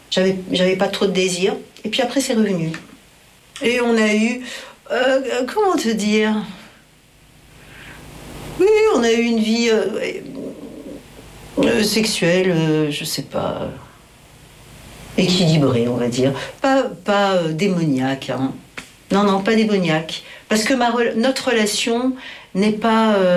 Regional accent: Paris, Île-de-France, France; born there; Donc je me traîne ce déracinement. Moi, je suis née à Paris.

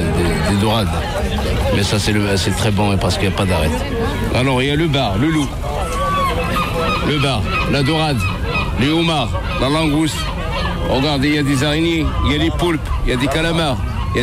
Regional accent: Brittany, France; est jumelés avec Saint-Malo, parce que c'est la marchita qui a fait le tour, dirons pas. Alors nous, on est des Bretons du Sud.

